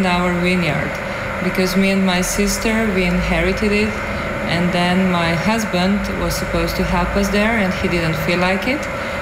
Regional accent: Ljubljana, Slovenia; Well, I was born and raised in Ljubljana.

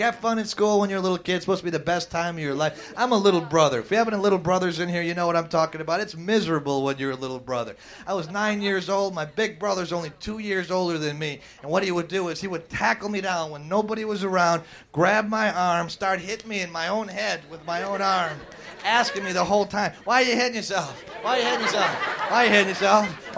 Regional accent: Wisconsin, United States; where I grew up in Wisconsin, we had the worst school lunches in America. Out of all 50 states, we were number 50.

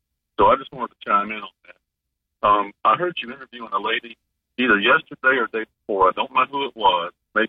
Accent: Atlanta, Georgia, United States; out here about 3 years ago, so I don't know a lot about local politics like you do and everything. I came from Atlanta

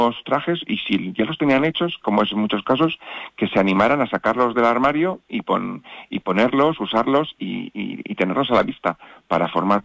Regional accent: Enguídanos, Castilla-La Mancha, Spain; pues eso es lo que más nos llena a todos los que somos de Enguídanos, y a mí como alcalde, por supuesto, también el primero.

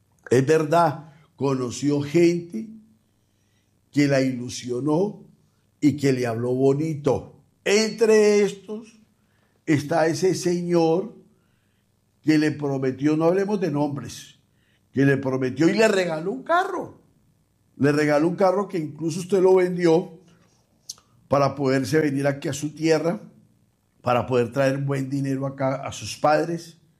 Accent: Mexico; no hace mucho llegó usted de mi tierra, de México.

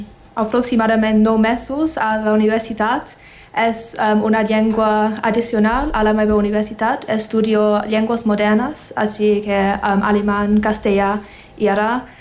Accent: England, United Kingdom; Catalan is a second language; Jo sóc d'Anglaterra, però el meu nom és d'Índia perquè el meu pare és d'Índia.

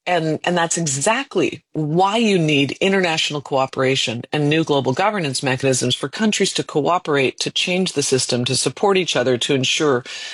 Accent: Canada; As a Canadian, I didn't know really what Canada was doing there when they're dramatically expanding production. In fact, my country was the only country

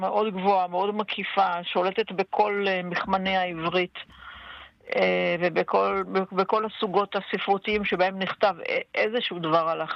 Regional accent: Jerusalem, Jerusalem District, Israel; אז אני מכירה את משה זמן רב, אנחנו באים מאותו אזור בירושלים, באזורים של שכונת מקור ברוך.

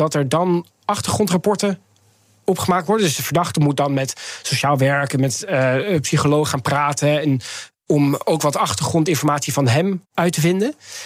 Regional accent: Netherlands; moved away as an adult; now in Scotland, United Kingdom; Ik ben opgegroeid in Nederland.

